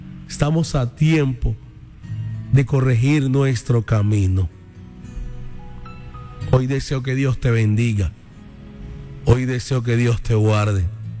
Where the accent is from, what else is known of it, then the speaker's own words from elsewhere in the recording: Arjona, Andalusia, Spain; Yo crecí en una calle en Arjona, donde en mi casa había una señora que se congregaba en la iglesia.